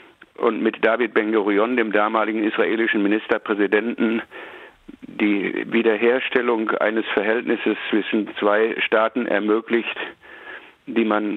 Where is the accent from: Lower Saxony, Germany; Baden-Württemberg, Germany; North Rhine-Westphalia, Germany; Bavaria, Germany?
North Rhine-Westphalia, Germany; Bochum; Und in diesem Bundestagswahlkampf war er auch in Bochum, meiner Heimatstadt, und da soll ich als Achtjähriger hinter seinem Auto hergelaufen sein